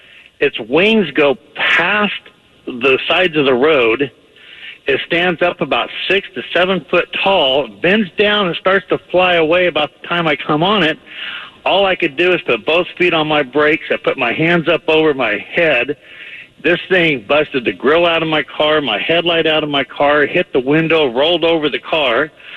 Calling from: Oregon, United States; I live in Oregon

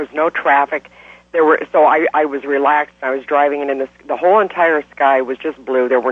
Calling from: Pahrump, Nevada, United States; I live in Pahrump.

